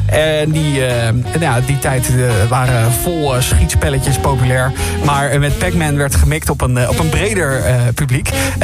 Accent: Netherlands; Want dat is wat wij als Nederlanders heel veel zeggen.

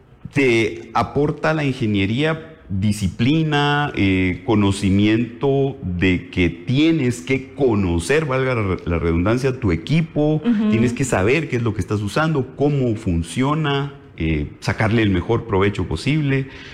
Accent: Guatemala; considero que en Guatemala somos los que mejor construimos.

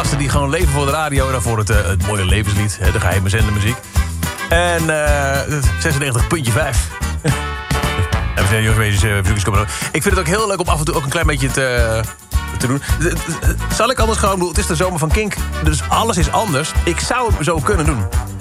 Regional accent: Overijssel, Netherlands; ik kom zelf uit Twente.

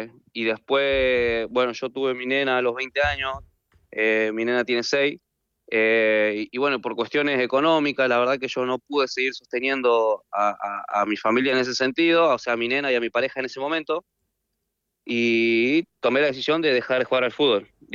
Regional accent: Tierra del Fuego, Argentina; also born or lived in Salta; Yo nací en Salta y me crié en Tierra del Fuego, de una punta a la otra.

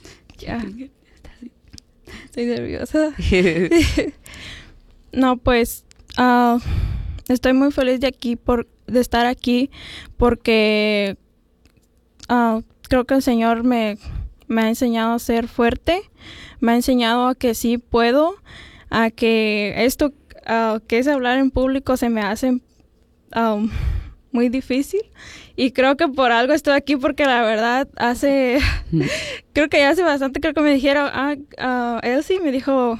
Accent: Mexico; moved away; hace como 2 años que llegué aquí a este país. Ya, yo soy de México.

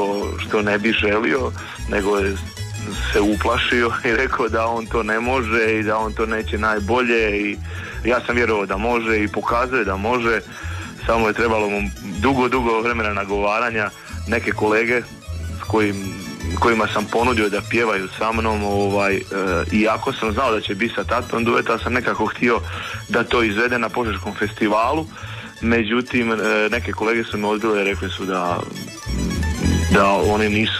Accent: Slavonia, Croatia; a čak ćemo mi drugo pjevati Slavonci nego o Slavoniji, kao što Dalmatinci pjeva o svojoj Dalmaciji, tako i mi

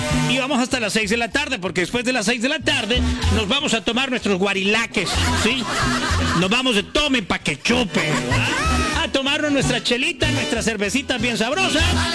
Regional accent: Colombia

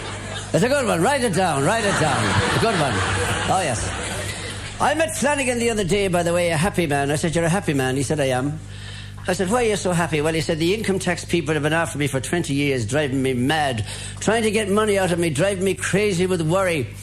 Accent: Ireland; I come to you from the Emerald Isle, the Island of Smiles. We're here tonight to celebrate the beauty that lies in our heritage of Irish humour.

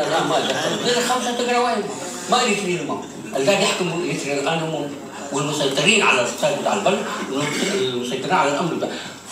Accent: Eritrea; احنا الشعب الريتري

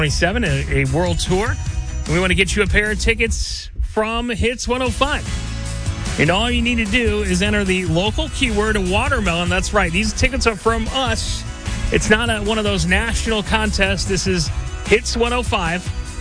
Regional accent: Chicago, Illinois, United States; moved away; Chicago as well, my hometown.

